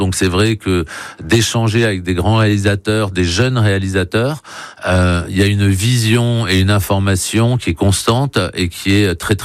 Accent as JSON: {"language": "French", "town": "Biarritz", "region": "Nouvelle-Aquitaine", "country": "France", "tie": "born there", "also_born_or_lived": "Los Angeles", "said": "j'ai toujours gardé le même noyau d'amis que j'ai rencontré d'ailleurs au lycée, au collège à Biarritz, quand j'ai fait mes études ici."}